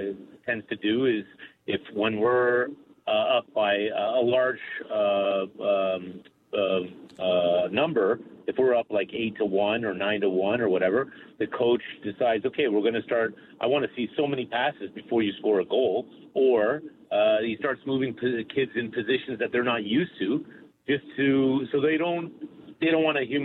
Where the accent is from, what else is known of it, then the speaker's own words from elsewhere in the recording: Georgetown, Ontario, Canada; Well, it's not in Georgetown, but we're from Georgetown.